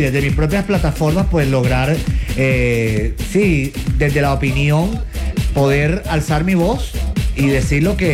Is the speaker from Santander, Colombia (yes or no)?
no; Cartagena, Bolívar, Colombia; nací en Cartagena y criado en Cartagena, en el barrio Cayombilla.